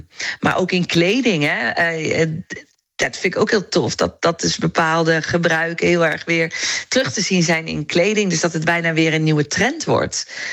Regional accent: Netherlands; Er werden vragen gesteld, waar kom je vandaan? Terwijl ik dacht, ik kom toch gewoon uit Nederland. Maar opa en oma kwamen dan ergens anders vandaan.

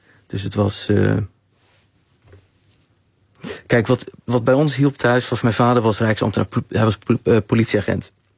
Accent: Netherlands; moved away as an adult; Ja, ik laat mezelf terugkeren naar het ouderlijk huis. Ja. In de muziekwijken waar ik ben opgegroeid.

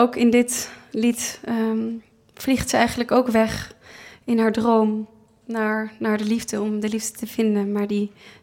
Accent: Amsterdam, North Holland, Netherlands; Ik ben een echte Amsterdamse, dus ik ben opgegroeid met het Grachtenfestival.

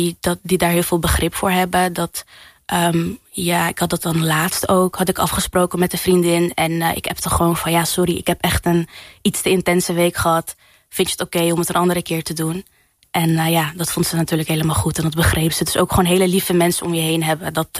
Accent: Morocco; now in Netherlands

